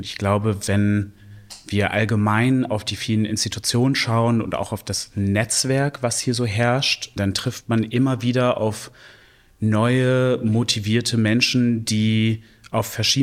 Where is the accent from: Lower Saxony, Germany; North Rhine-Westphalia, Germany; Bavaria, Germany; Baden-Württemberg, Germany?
Lower Saxony, Germany; Göttingen; now in Bremen, Germany; Ja, ich bin tatsächlich in Göttingen aufgewachsen.